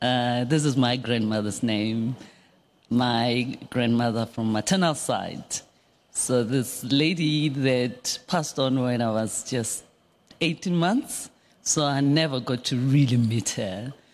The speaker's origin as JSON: {"language": "English", "town": "Atteridgeville", "region": "Gauteng", "country": "South Africa", "tie": "born or raised there", "said": "So I was born in Attridgeville. In a very big family, my grandmother's home, we were all living there."}